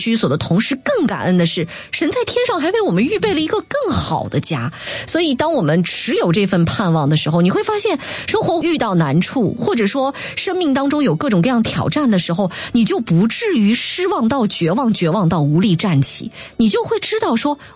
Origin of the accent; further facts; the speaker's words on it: Xinjiang, China; 塔克拉玛干沙漠，我的家乡